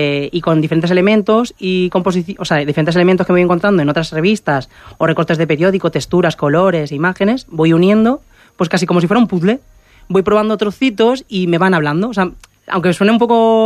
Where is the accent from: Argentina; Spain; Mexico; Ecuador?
Spain; Ciudad Real, Castilla-La Mancha; moved away as an adult; also born or lived in Madrid; yo desde que estoy en Madrid, bueno, estaba en Madrid, porque he vuelto hace cuestión de unos meses, desde enero estoy aquí en Ciudad Real otra vez, he vuelto a mi tierra natal